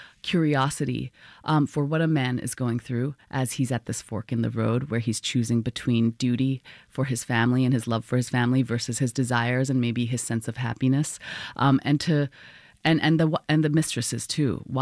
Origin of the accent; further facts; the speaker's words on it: Hong Kong; I grew up in Hong Kong